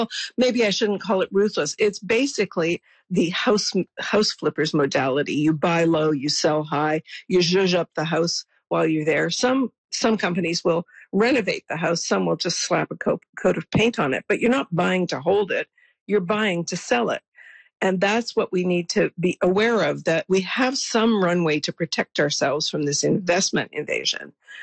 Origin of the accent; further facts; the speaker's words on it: Canada; we as Canadian taxpayers